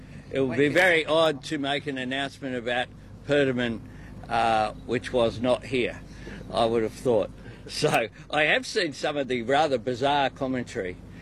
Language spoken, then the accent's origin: English; New South Wales, Australia; in my home state in New South Wales